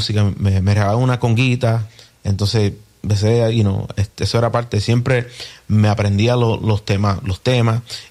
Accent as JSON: {"language": "Spanish", "town": "Trenton", "region": "New Jersey", "country": "United States", "tie": "born or raised there", "also_born_or_lived": "Pennsylvania", "said": "No, soy puertorriqueño, pero nací en Pensilvania. Nací en Pensilvania y me crié en New Jersey. A los días cruzaron el puente y me llevaron a Trenton, New Jersey."}